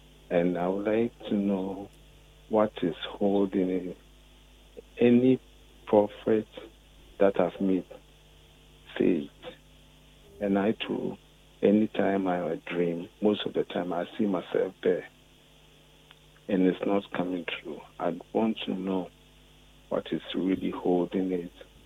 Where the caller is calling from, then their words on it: Ethiopia; I'm calling from Ethiopia.